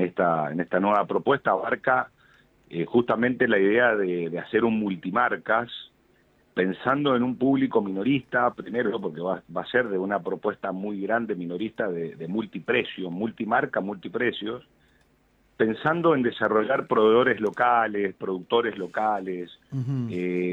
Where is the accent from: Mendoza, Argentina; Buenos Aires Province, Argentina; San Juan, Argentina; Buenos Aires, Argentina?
Mendoza, Argentina; Godoy Cruz; nacimos en Godoy Cruz, nos desarrollamos mucho en Godoy Cruz desde nuestros inicios.